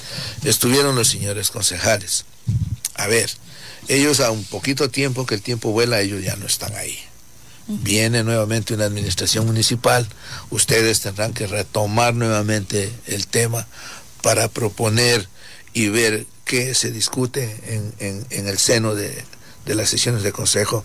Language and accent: Spanish; Sucumbíos, Ecuador; sí, yo soy de Sucumbíos.